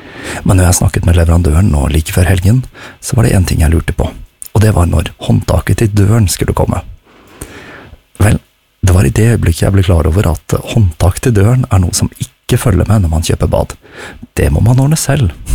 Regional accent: Oslo, Norway; moved away; Nå som jeg har flyttet tilbake til min hjemby Oslo

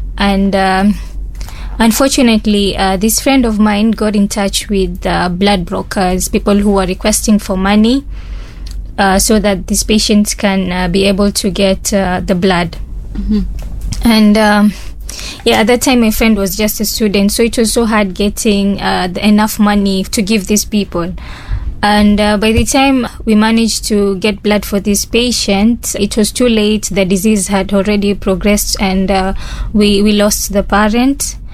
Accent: Mombasa, Mombasa County, Kenya; I am born and bred in Mombasa, studies in Mombasa. Basically, most things are just here in Mombasa.

